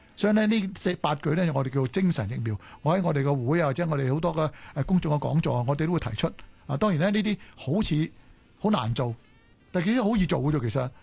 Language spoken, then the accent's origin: Cantonese; Hong Kong; 我哋香港人都幾急，你聽我講嘢急啦